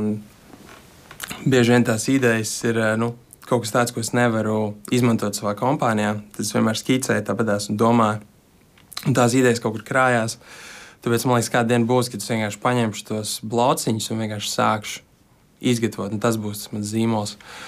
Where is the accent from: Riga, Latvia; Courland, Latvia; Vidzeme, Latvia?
Riga, Latvia; Mans mājas, tas ir, no kurienes es nāku, un es vienmēr šiem braucu atpakaļ, mēs abi ar sievas no šeienes, no Rīgas.